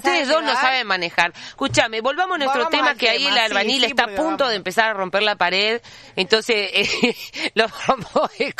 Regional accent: General Ramírez, Entre Ríos, Argentina; moved away; Igual yo soy de Ramírez

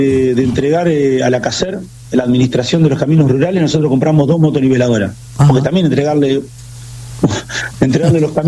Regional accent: Azul, Buenos Aires Province, Argentina; born there; Yo nací en Azul, soy azuleño. Nací en el campo, nací en la boca de la sierra.

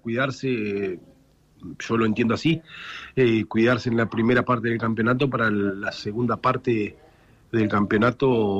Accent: Gobernador Costa, Chubut, Argentina; la gente de Gobernador Costa, de mi pueblo.

